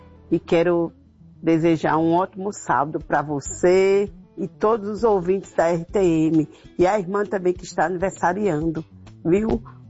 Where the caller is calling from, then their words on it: Cuité, Paraíba, Brazil; tô falando de Cuité, na Paraíba.